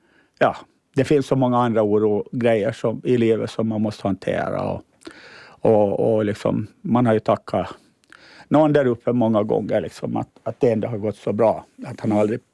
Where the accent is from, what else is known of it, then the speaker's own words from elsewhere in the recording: Åland Islands; moved away; also born or lived in Stockholm / Taiwan; det var första gången som jag riktigt märkte varför jag var ålänning.